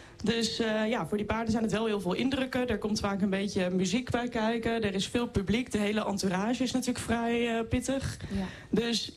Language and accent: Dutch; Zwolle, Overijssel, Netherlands; En ik kom uit Zwolle en ik heb mijn paarden vroeger in Heerde gestald bij vrienden.